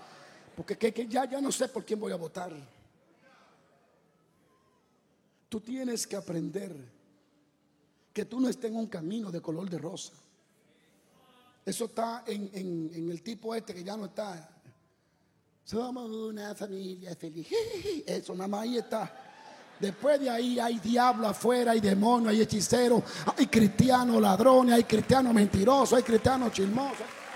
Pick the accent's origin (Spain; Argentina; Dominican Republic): Dominican Republic; Yo llegaba a El Salvador y me quitaba el reloj. Yo soy dominicano.